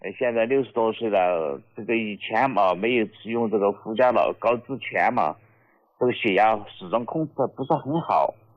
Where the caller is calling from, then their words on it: Chengdu, Sichuan, China; 我来自四川成都金堂县的，也是一个农民。